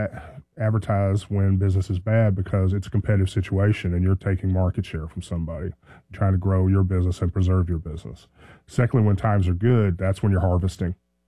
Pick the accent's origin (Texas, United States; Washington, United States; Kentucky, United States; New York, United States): Kentucky, United States; now in Fayetteville, United States; I grew up outside Fort Campbell.